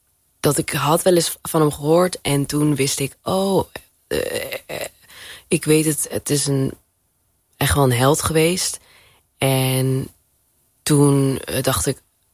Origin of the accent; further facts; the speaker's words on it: Suriname; om als Surinamer denk ik wel trots op te zijn.